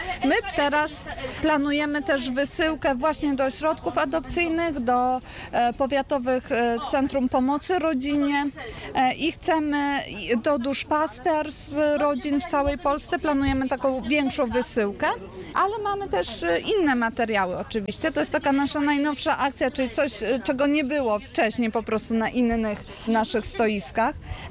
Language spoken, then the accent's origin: Polish; Wrocław, Lower Silesian Voivodeship, Poland; jestem rodowitą wrocławianką, mieszkam tutaj